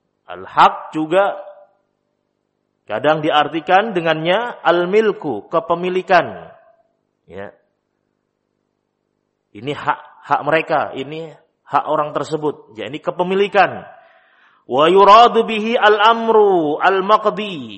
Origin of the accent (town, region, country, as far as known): Java, Indonesia